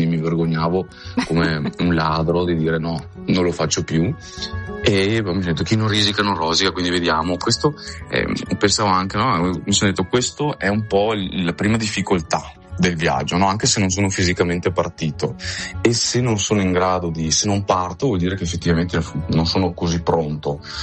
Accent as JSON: {"language": "Italian", "region": "Veneto", "country": "Italy", "accent": "Venetian", "said": "sono veneto come avrete capito dall'accento"}